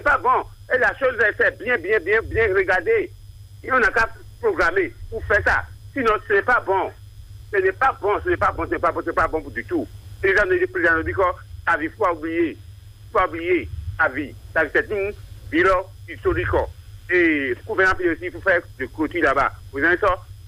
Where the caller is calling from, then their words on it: Ouidah, Atlantique, Benin; Je vous appelle de Ouida Kati Soubadi.